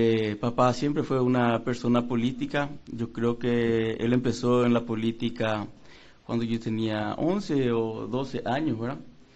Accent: Brazil; De mi familia, entre toda mi familia, yo fui el que nací en el Brasil, por ende soy brasilero, estudié en el Brasil, pero me considero más un brasiguayo, ¿verdad? Uh-huh. Soy hijo de paraguayo, mi mujer es paraguaya, mis tres hijos son paraguayos y yo trabajo en el Paraguay, solo vivo en el Brasil prácticamente

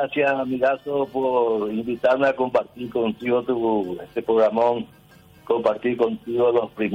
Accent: Cordillera, Paraguay; born there; also born or lived in Barrero Grande, Paraguay; tengo a nacer en Tacurubí de la Cordillera. Compañía Pocheo Angelito, barrio Tatití

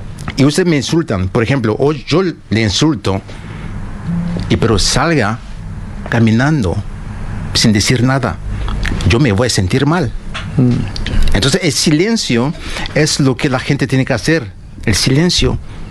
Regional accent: Cameroon; moved away as an adult; now in Paraguay; soy viejo también, tengo 47 años, 48 ya. Bueno, sí. Entonces ya pasé, imagínense, ya pasé más de la mitad de mi vida acá en Paraguay. Acá. Conozco más a Paraguay que Camerún.

